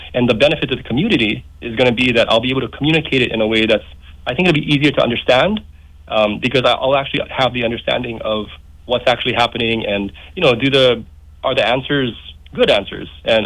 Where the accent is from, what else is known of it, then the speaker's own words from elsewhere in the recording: Hawaii, United States; So, yeah, Kauai is very important to me. I'm born and raised on Kauai. Fourth generation.